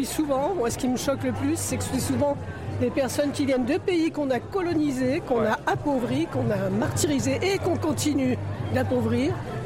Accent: Saint-Étienne, Auvergne-Rhône-Alpes, France; Je suis originaire de Saint-Étienne. J'avais un grand-père mineur dans le quartier où habitait ma grand-mère. Il y avait des Portugais, des Polonais, des Italiens, des Espagnols, des Maghrébins.

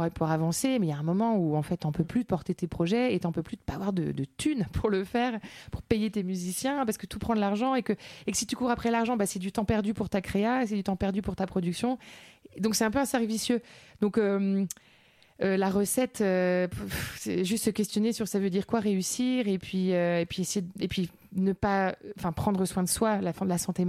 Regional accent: France; moved away; also born or lived in Latin America

